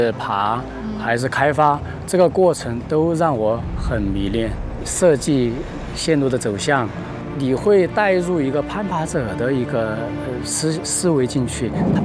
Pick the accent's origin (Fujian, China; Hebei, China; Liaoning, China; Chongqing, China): Chongqing, China